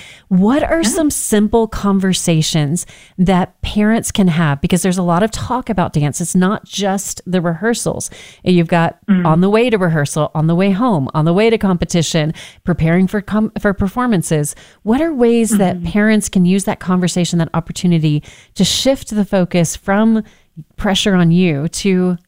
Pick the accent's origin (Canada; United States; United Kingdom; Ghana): United States; Texas; me growing up in Texas